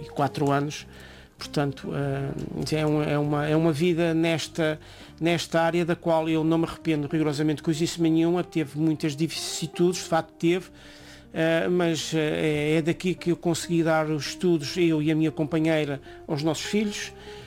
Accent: São João, Azores, Portugal; Eu sou natural de São João do Pico e meu pai era pescador.

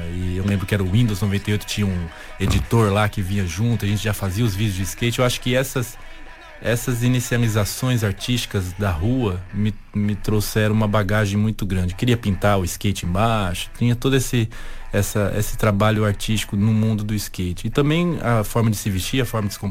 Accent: Amazon, Brazil; now in Portugal; de ser do interior da Amazônia, de viver aqui

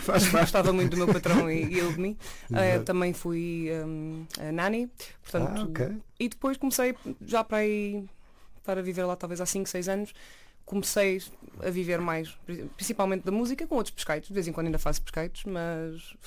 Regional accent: Massamá, Lisbon, Portugal; E depois vivi a minha vida basicamente nos subúrbios, ali na linha de Sintra, que é onde eu cresci ali em Massamá.

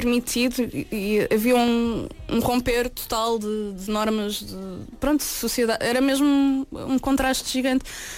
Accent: Portugal; accent: Portuguese

